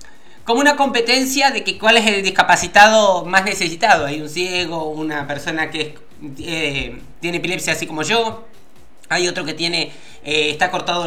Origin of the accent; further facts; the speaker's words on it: Argentina; Lo digo como argentino